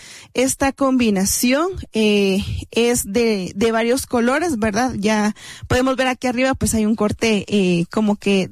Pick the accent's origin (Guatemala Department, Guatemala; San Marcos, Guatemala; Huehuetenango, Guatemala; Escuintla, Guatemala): Huehuetenango, Guatemala; Aguacatán; un diseño que siempre nos recuerda que somos de Aguacatán.